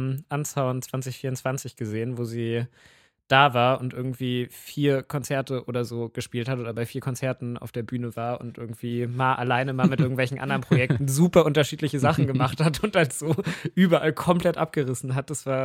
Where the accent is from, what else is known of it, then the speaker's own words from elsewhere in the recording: Northern Germany, Germany; Weil ich bin auch Norddeutscher, muss man dazu ja wissen.